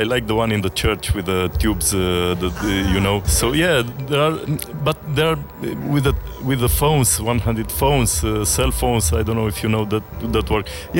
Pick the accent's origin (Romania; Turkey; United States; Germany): Romania; So for us in Eastern Europe, I'm from Romania, by the way, for us, the aliens exist